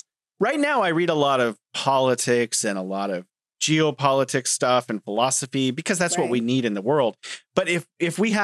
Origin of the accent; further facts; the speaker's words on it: United States; I have to admit, as an American, the vast majority of our education for our K-12 students isn't very good.